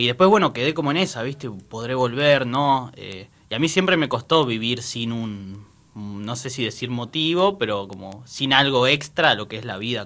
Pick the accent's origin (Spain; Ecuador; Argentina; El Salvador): Argentina; El Chaltén, Santa Cruz; also born or lived in Río Gallegos; yo fui de muy chico. Yo, no sé, tenía un año y medio, dos años, cuando mi familia se mudó para allá. No había nada.